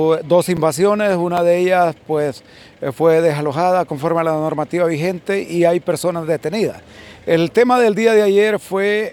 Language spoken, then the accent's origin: Spanish; Honduras